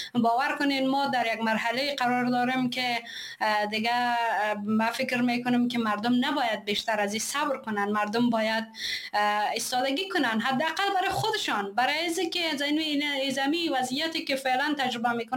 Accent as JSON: {"language": "Persian", "country": "Afghanistan", "said": "ما در اونمو کشور دامو جغرافیا به دنیا آمدیم و کشور ماست، هویت ماست"}